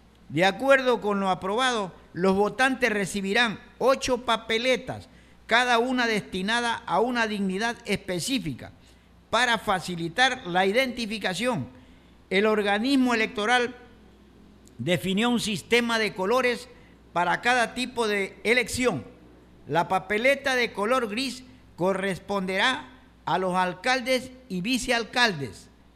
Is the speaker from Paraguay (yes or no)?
no; Ecuador